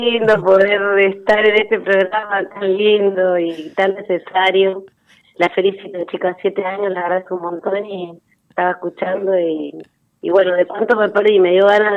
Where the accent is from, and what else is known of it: Buenos Aires, Argentina